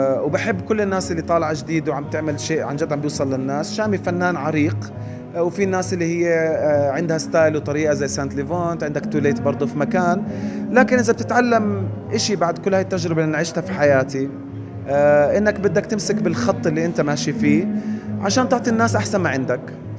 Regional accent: Jordan; أنا من الأردن

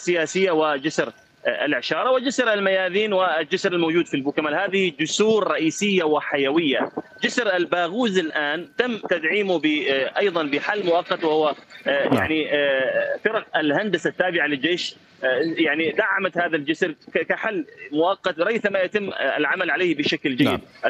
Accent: Deir ez-Zor Governorate, Syria; عندنا في دير الزور عبد المنعم 11 جسرا تربط ضفتي نهر الفرات ببعضها

